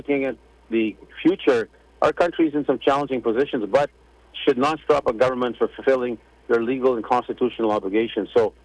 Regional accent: Canada; we're part Canadian, so we're part of the country.

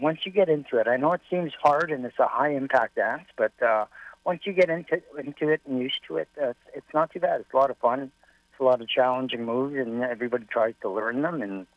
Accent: Ebb and Flow, Manitoba, Canada; moved away as an adult; now in Winnipeg, Canada; Well, I'm from Ebb and Flow. I've been living in Winnipeg for the last 40 years. I've moved to Winnipeg here to go to college, and I've been living here ever since.

